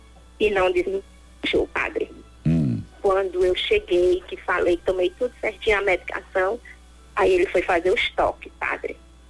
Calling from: Ouricuri, Pernambuco, Brazil; Eu falo de Barra de São Pedro, Oricuri, Pernambuco, padre.

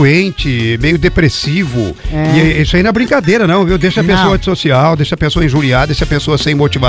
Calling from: Japira, Paraná, Brazil; Tô na escuta. … sou da cidade de Japira.

